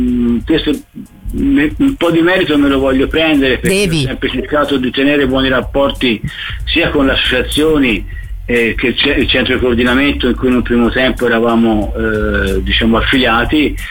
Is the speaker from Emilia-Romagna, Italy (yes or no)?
no; Pisa, Tuscany, Italy; essendo pisano